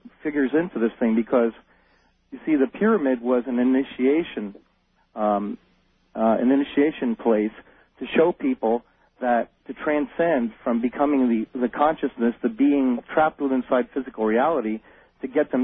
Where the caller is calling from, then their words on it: San Jose, California, United States; I'm calling from San Jose, California.